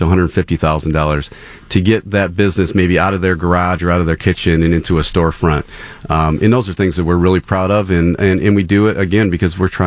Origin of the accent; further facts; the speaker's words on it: Michigan, United States; I grew up in Southeast Michigan, been here my entire life. And, you know, my parents both lived in the city of Detroit. If I look out, I could probably see the medical center where I was born at Hutzel Hospital.